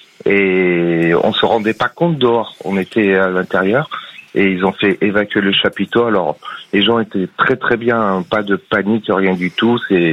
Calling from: Chartres, Centre-Val de Loire, France; moi, je suis en face d'un parc, à Chartres

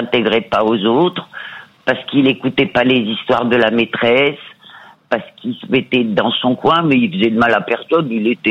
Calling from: Île-de-France, France; De l'Essonne.

